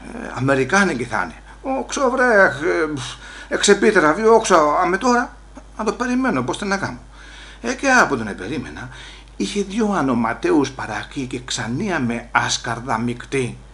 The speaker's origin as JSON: {"language": "Greek", "town": "Olympos", "region": "South Aegean", "country": "Greece", "said": "έχω και εγώ λόγο να πω, γιατί να είμαι από την Όλυμπο της Καρπάδου"}